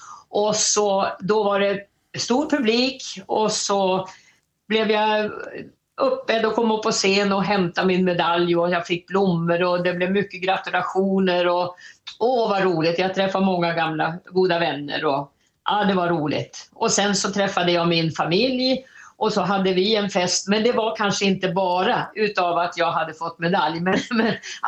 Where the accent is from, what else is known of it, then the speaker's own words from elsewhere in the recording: Stockholm, Stockholm County, Sweden; Jag växte upp i Stockholm. Så jag hamnade på en teaterskola redan som 3,5-åring.